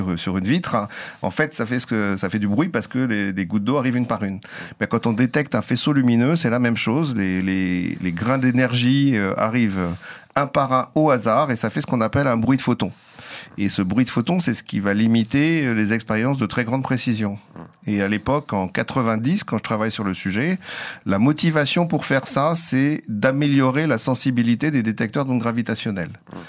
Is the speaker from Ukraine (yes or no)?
no; Chartres, Centre-Val de Loire, France; also born or lived in Paris; je suis originaire de Chartres, donc lycée à Chartres